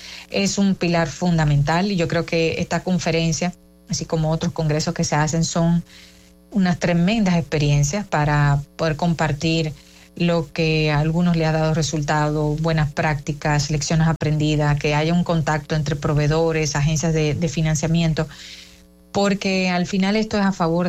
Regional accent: Dominican Republic; nos caracteriza como dominicanos

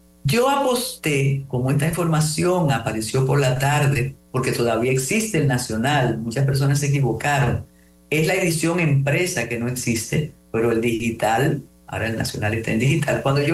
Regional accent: Puerto Plata, Dominican Republic; de mi pueblo, de Puerto Plata

